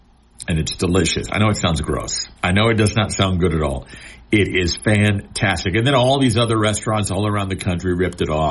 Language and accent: English; Sedalia, Missouri, United States; now in Bozeman, United States; I grew up in a town that is the home of the Goober Burger.